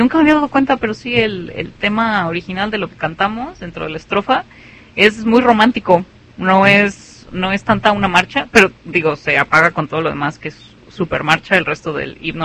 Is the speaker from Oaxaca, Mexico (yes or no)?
no; Guadalajara, Jalisco, Mexico; now in Fresno, United States; somos de Guadalajara